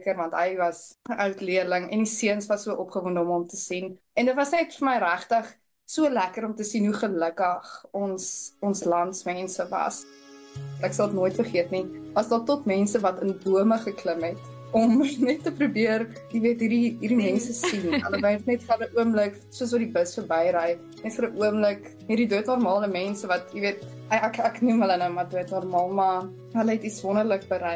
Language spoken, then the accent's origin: Afrikaans; Johannesburg, Gauteng, South Africa; also born or lived in West Rand; ek smal oor Johannesburg en baie lief vir waar ek vandaan kom.